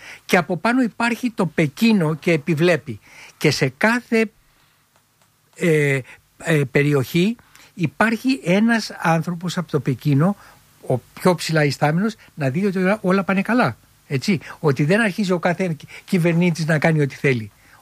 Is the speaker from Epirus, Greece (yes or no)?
no; Filothei, Attica, Greece; born or raised there